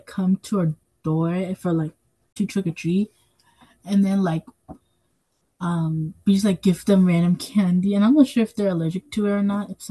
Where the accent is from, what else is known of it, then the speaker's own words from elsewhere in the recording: Hudson, New York, United States; I'm 15, I'm 12 years old, and I'm also from Hudson.